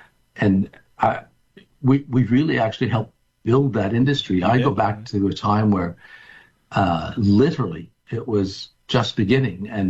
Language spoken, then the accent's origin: English; Quebec, Canada; born or raised there; also born or lived in Plattsburgh, New York, United States